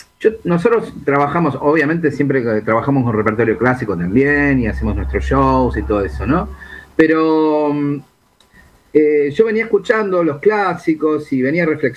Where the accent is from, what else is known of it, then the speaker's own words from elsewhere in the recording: Villa Celina, Buenos Aires Province, Argentina; moved away as an adult; now in Caseros, Argentina; En este momento estoy en Villa Celina, que es acá pasando Lugano, del lado de provincia, donde me crié, donde nací. Y bueno, nada, este es mi lugar de donde estoy. Donde transcurrió mi niñez y mi adolescencia y mi juventud, hasta que, bueno, ahora vivo en Caseros, en Provincia de Buenos